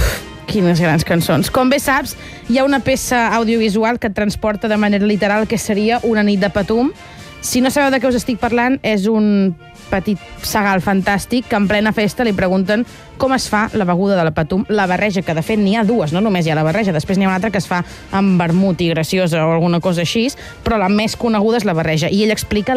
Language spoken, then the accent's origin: Catalan; Guardiola de Berguedà, Catalonia, Spain; Jo soc de Guardiola de Berguedà.